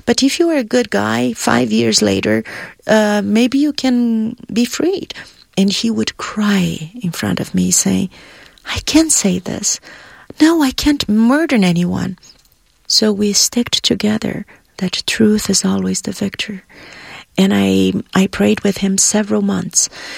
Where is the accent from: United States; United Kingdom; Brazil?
Brazil; moved away; I came from Brazil. I had lived in other countries before, but in Brazil, we never did that.